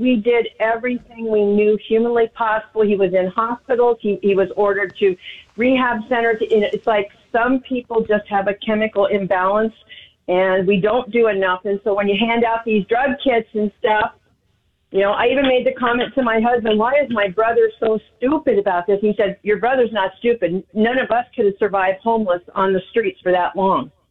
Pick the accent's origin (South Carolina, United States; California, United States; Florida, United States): California, United States; San Diego; I grew up in San Diego.